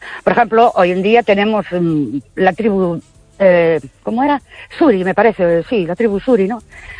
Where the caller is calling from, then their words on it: Ourense, Galicia, Spain; de Ourense.